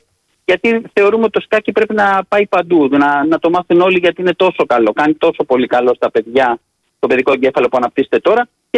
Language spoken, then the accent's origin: Greek; Athens, Attica, Greece; moved away as an adult; now in Rhodes, Greece; Δεν είμαι από εδώ, είμαι εκ πεπιθήσεως Ροδίτης. Δηλαδή ήρθα να μείνω εδώ πριν 30 χρόνια και είμαι Ροδίτης